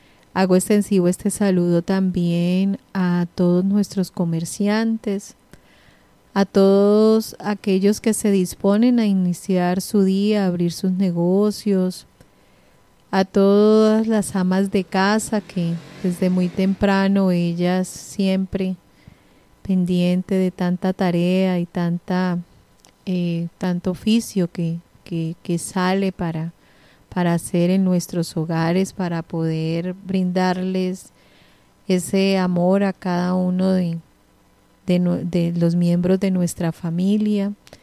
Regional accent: Colombia

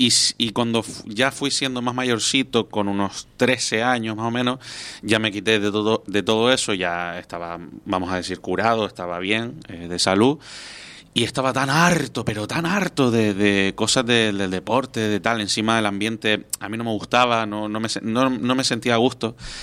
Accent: Telde, Canary Islands, Spain; Ahí ya no, en Telde, de donde soy, ya no...

